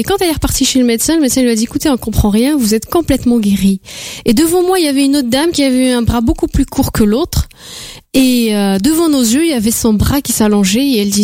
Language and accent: French; Algeria; Je suis née, j'ai vécu en Algérie, dans une famille musulmane. Mon père était musulman. Tout mon entourage était musulman.